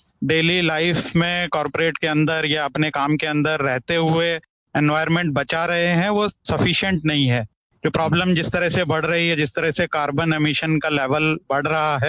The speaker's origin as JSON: {"language": "Hindi", "town": "Rishikesh", "region": "Uttarakhand", "country": "India", "tie": "born or raised there", "also_born_or_lived": "Delhi", "said": "मैं वैसे दिल्ली से हूं, बट मेरा जो बॉर्न एंड ब्रॉट अप है वो ऋषिकेश में हुआ है, और अभी मैं देहरादून में हूँ।"}